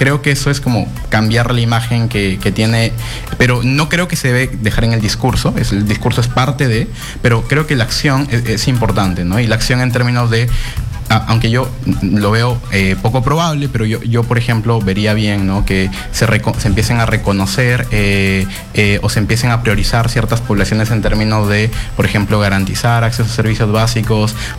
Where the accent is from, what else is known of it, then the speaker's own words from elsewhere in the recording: Piura, Peru; yo soy de Piura